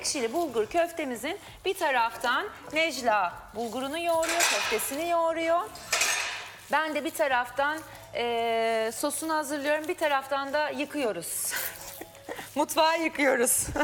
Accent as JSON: {"language": "Turkish", "town": "Nazilli", "region": "Aydın", "country": "Turkey", "said": "Aydınlıyım, nazilli."}